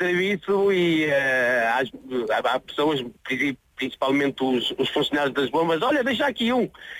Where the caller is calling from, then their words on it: Portugal; Faz-me lembrar do nosso norte de Portugal e o nosso Portugal.